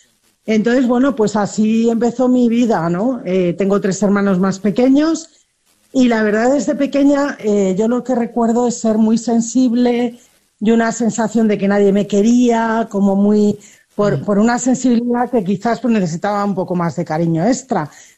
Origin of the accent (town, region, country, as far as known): Spain; born there